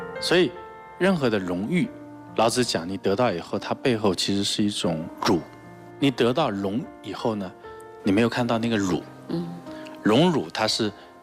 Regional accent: China

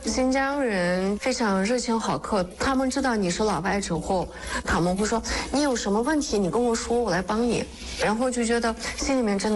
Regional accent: Kyrgyzstan; Chinese is a second language; moved away as an adult; now in Xinjiang, China; 我是在吉尔吉斯坦出生长大的

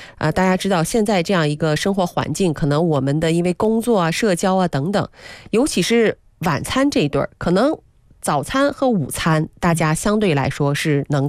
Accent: northern China, China; 因为我是北方人

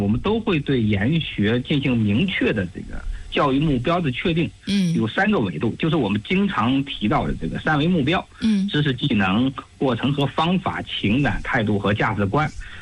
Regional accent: Zhangjiakou, Hebei, China; 我们张家口

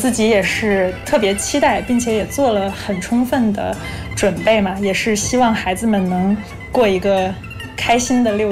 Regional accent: China; 我们中国人民族的语言

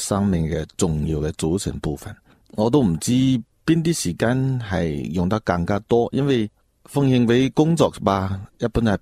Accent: Lingnan, China; 我自细到大生于岭南，长于岭南，喺一片山水土地啊培育咗我，所见所闻都系岭南嘅嘢最多，

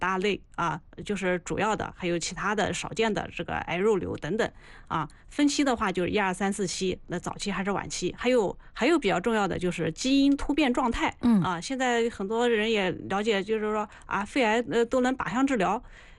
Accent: China; 我们中国人

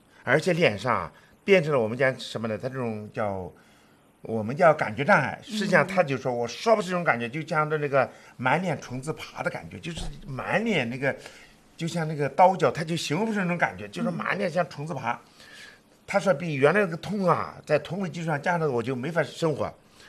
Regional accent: China; 都是我们中国人现在建立的

